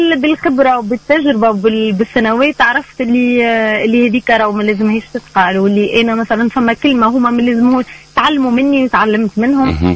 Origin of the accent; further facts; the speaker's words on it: Tunis, Tunis Governorate, Tunisia; اني انا بنت العاصمه